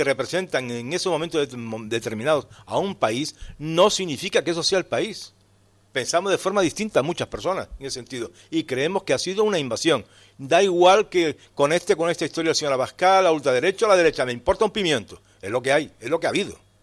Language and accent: Spanish; Canary Islands, Spain; ¿Y en Canarias cómo estamos?